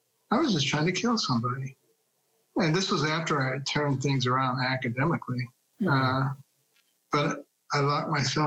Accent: Detroit, Michigan, United States; also born or lived in Boston; Well, I grew up in Detroit, a very liberal city, and then in Boston, a very liberal city.

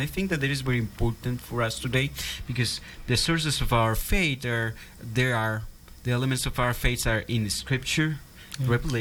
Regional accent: Tepatitlán, Jalisco, Mexico; English is a second language; moved away; I was born and raised in Tepatitlan, Jalisco, Mexico. In Mexico, that lands are lands of martyrs, mm-hmm. many martyrs in there. And our faith is very religious.

